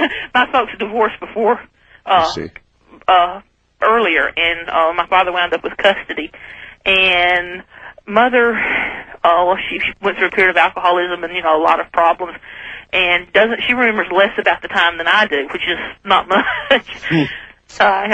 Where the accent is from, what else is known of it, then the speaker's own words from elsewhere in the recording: Alabama, United States; moved away; Okay, I'm in Georgia, but at that time I was born and raised in North Alabama, Coleman County.